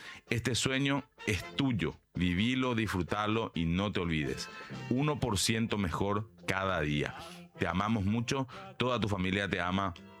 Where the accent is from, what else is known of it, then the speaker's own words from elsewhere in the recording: Paraguay; sos paraguayo por el mero hecho de ser paraguayo